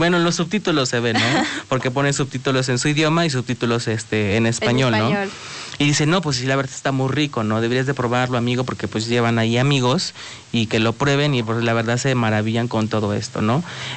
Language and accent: Spanish; Mexico; Siendo como mexicano